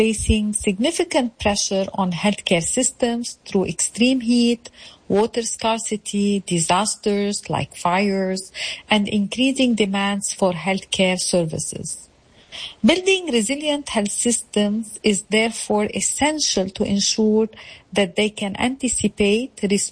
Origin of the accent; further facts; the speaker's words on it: Lebanon; now in Beirut, Lebanon; nursing professor from Lebanon. I'm a faculty at the American University of Beirut School of Nursing. I'm currently talking from Beirut